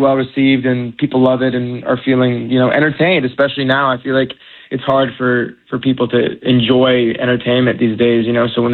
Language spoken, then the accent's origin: English; United States; born there; first language Persian; I speak Farsi. I grew up speaking Farsi. My parents are both Iranian, so I was born in America, but they brought me up speaking the language.